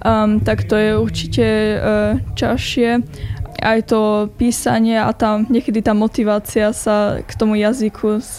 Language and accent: Slovak; Amstetten, Lower Austria, Austria; som prišla z Rakúska, Amstetten, blízko Linz.